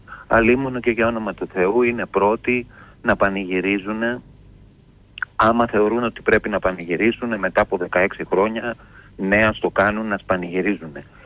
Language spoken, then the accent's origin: Greek; Piraeus, Attica, Greece; από το Πασαλιμάνι.